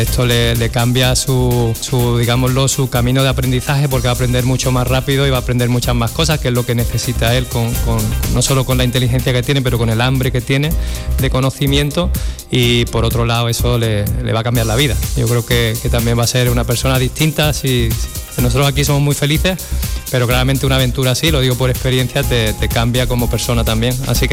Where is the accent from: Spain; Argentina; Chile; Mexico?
Spain; Algeciras, Andalusia; volver a mi casa, ¿no? Volver a mi tierra, a mi puerto